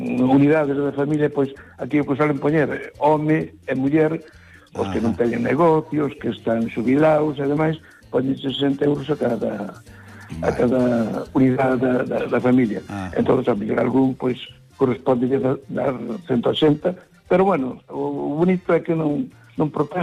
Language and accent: Galician; Cea, Galicia, Spain; Pues, temos ese orgullo de CEA, faemos porque CEA cada día vaya para arriba.